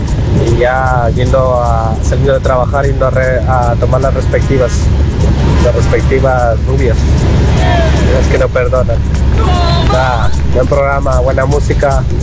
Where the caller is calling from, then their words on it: Madrid, Community of Madrid, Spain; Aquí saludando desde Madrid, España.